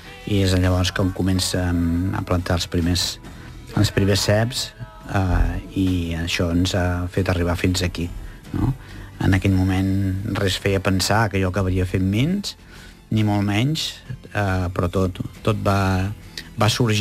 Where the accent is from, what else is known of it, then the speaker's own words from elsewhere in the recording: Monistrolet, Catalonia, Spain; jo sóc de Monistrolet, una masia de Monistrolet